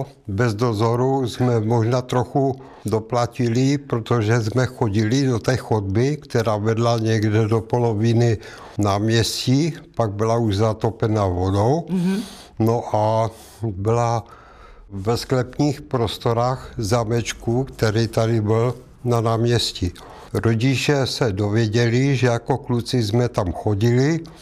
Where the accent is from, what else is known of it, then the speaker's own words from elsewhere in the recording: Bohumín, Moravian-Silesian Region, Czechia; born there; Starý Bohumín je vlastně moje rodiště, takže v mém srdci je samozřejmě Starý Bohumín moje nej.